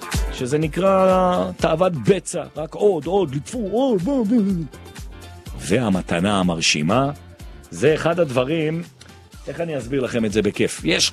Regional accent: Jerusalem, Jerusalem District, Israel; אני ירושלמי

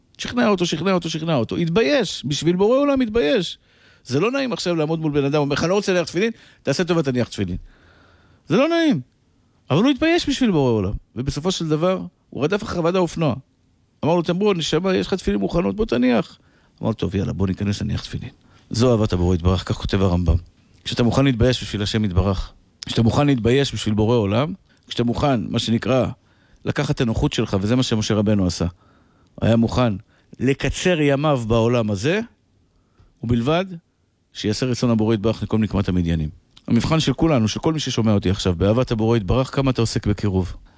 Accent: Tel Aviv, Tel Aviv District, Israel; כשהייתי ילד, גרתי בשכונת התקווה.

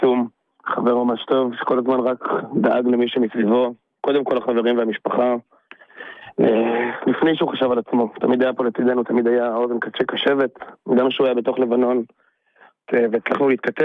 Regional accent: Hod HaSharon, Central District, Israel; born there

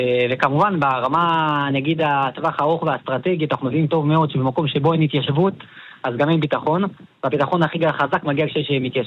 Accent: Jerusalem, Jerusalem District, Israel; also born or lived in Eli; now in Ganim; אני היום מגיע מאלי, במקור עם ירושלים, עכשיו מגיע מאלי

